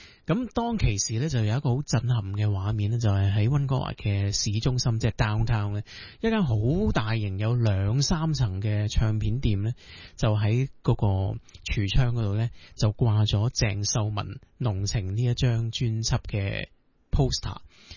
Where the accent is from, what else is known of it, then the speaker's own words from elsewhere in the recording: Hong Kong; 身为香港人啦